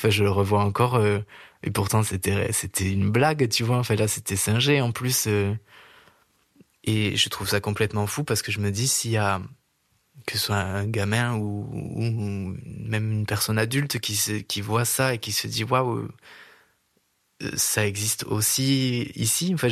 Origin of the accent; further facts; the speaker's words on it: Saint-Santin, Occitanie, France; J'ai grandi à Saint-Santin, enfin, même le hameau Maspourquet, en fait